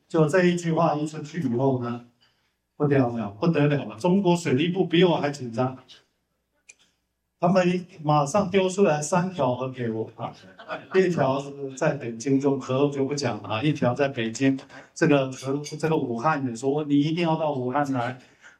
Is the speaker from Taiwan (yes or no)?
yes; Taiwan